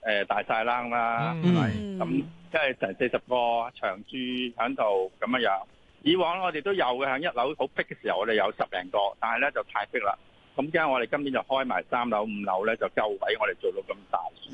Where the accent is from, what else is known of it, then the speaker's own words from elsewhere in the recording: Hong Kong; 我哋香港人都有幾個資深嘅 cosplay 嘅前輩咧